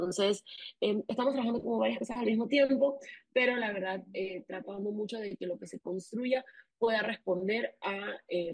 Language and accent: Spanish; Panama